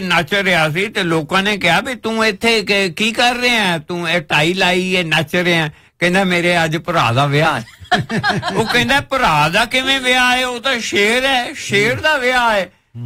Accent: Ludhiana, Punjab, India; ਮੇਰਾ ਬਚਪਨ ਜੀ ਲੁਧਿਆਣੇ ਬੀਤਿਆ ਸੀ ਤੇ ਮੇਰੀਆਂ 6 ਭੈਣਾਂ ਨੇ ਤੇ ਅਸੀਂ 3 ਭਰਾ ਸੀ। ਸਾਰੇ ਇੱਕੋ ਵਿਹੜੇ ਵਿੱਚ ਰੌਣਕਾਂ ਲੱਗੀਆਂ ਹੁੰਦੀਆਂ ਸੀ।

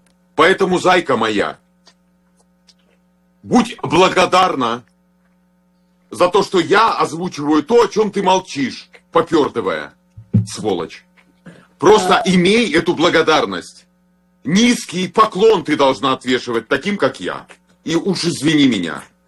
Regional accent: Russia; Я россиянин.

